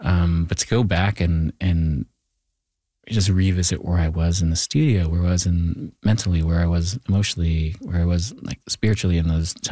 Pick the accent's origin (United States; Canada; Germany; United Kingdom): Canada; Thunder Bay, Ontario; growing up in Thunder Bay, where, like, you know, there is, like, you know, a lot of tensions between the indigenous and non-indigenous communities up there.